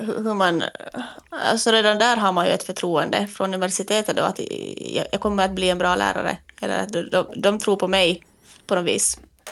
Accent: Finland; jag var en lärare från Finland

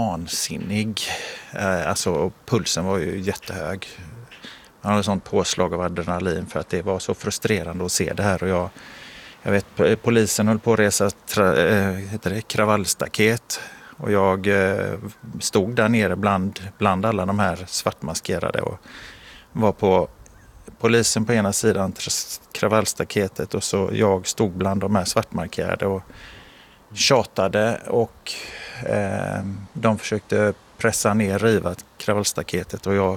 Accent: Gothenburg, Västra Götaland County, Sweden; stan Göteborg, liksom min hemstad.

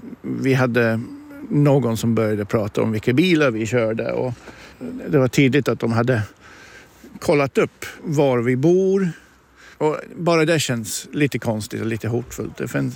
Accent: England, United Kingdom; Swedish is a second language; now in Sweden; Jag är från England.

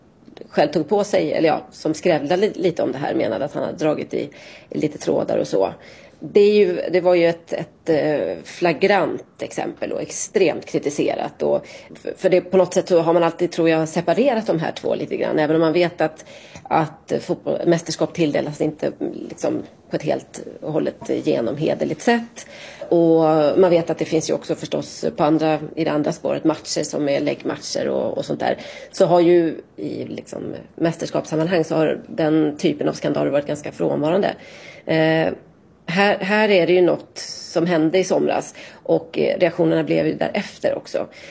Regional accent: Sweden; Och jag kommer ihåg en hel del från det, såklart. Men som svensk så var det ju liksom inget favorit-VM.

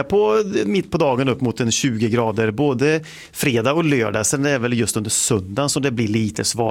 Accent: Västra Götaland County, Sweden; Jag kommer från Skaraborg.

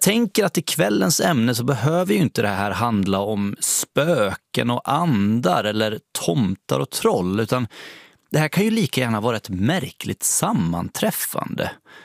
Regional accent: Borlänge, Dalarna County, Sweden; fick det också mig att tänka på min egen uppväxt. Hemma i Borlänge i Dalarna hos min farmor och farfar

